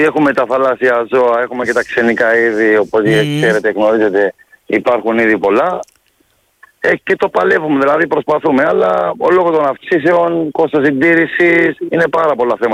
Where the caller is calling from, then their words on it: Halki, South Aegean, Greece; από Χάλκη, το Δεκανήσου.